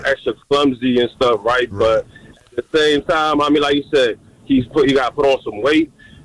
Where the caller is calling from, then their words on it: United States; I'm coming from, I'm calling from Montgomery County currently.